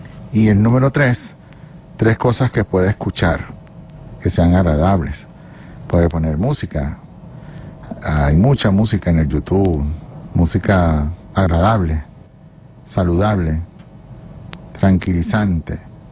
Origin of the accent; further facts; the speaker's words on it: Venezuela; Así somos, la juventud, todo, toda Venezuela. Así somos los venezolanos.